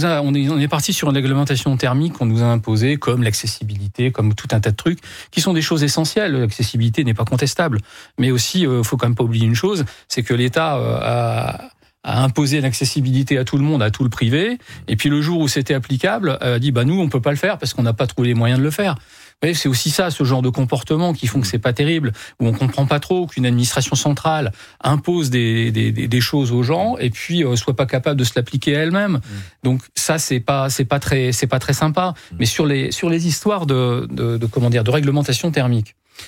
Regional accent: Hauts-de-France, France; now in Amiens, France; Moi je viens de la Somme. La Somme, c'est un département, c'est celui où il y a le plus d'éoliennes en France.

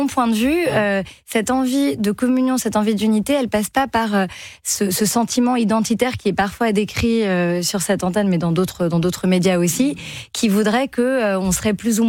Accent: France; also born or lived in Caribbean; Moi je vais vous dire, moi je suis 100% française. Pourtant, j'ai une mère dominicaine. Pourtant, j'ai grandi dans les Caraïbes.

